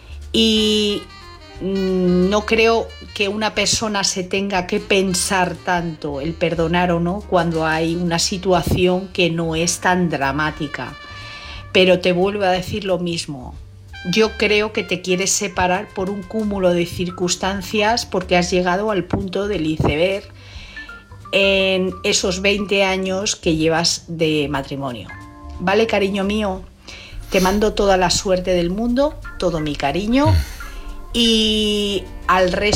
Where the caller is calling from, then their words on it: Madrid, Community of Madrid, Spain; Hola, buenas noches.